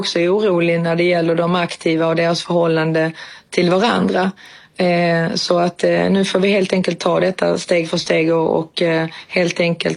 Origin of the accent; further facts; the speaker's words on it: Sweden; Jag är också svensk